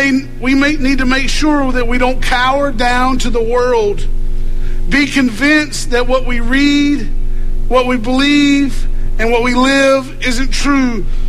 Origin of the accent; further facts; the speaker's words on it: United States; as an American